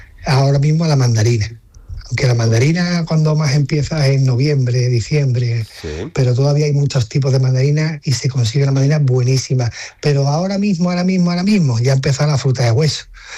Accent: Marbella, Andalusia, Spain; yo soy de Alabri Grande, con mucho cariño y mucho respeto, pero yo me crié en Marbella

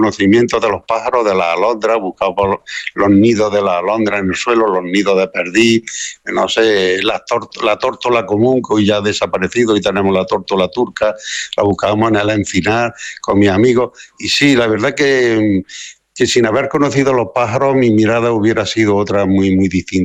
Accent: Andalusia, Spain; como todos los pueblos andaluces de aquel tiempo, pero también había un matiz, que es que cerca de mi pueblo había un poblado minero, El Soldado, había una gran mina de plomo

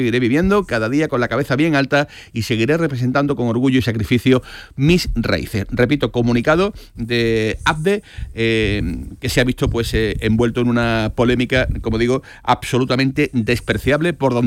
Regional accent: Morocco; con un objetivo político o de desprecio hacia mi pueblo, el pueblo marroquí.

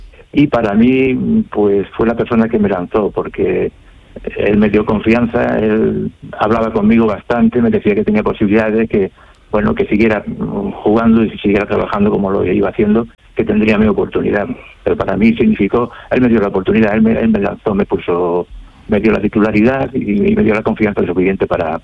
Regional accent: Vilches, Andalusia, Spain; yo soy de un pueblo de Jaén, Vilches

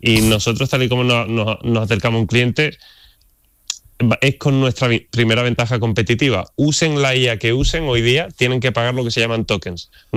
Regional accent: Andalusia, Spain; Yo quiero combatir, siendo andaluz, él también andaluz de Jaén, y Maite y Eugenio también de Jaén

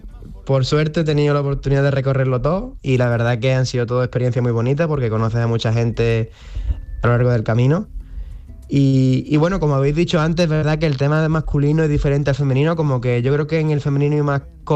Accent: Cártama, Andalusia, Spain; soy de Cártama

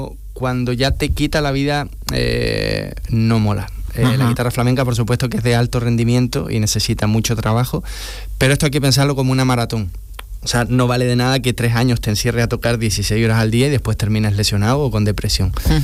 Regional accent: Chile; yo como chileno y Encarna como una flamenca de cuna

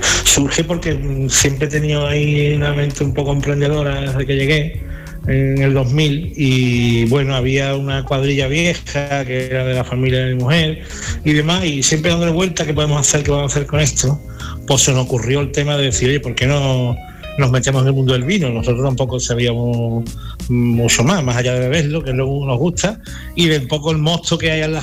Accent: San Fernando, Andalusia, Spain; como yo soy también de San Fernando, soy de Cádiz, pues me traigo algunas viandas marítimas

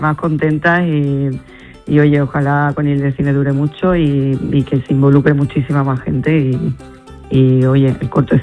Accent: Conil de la Frontera, Andalusia, Spain; Isabel Sánchez y yo somos de Conil.

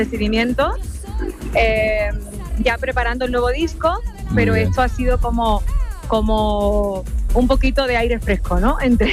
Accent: Spain; now in Mexico; Y que aquí en México nos quieren mucho a los españoles.

